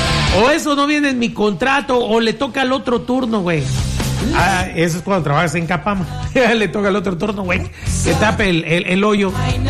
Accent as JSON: {"language": "Spanish", "country": "Mexico"}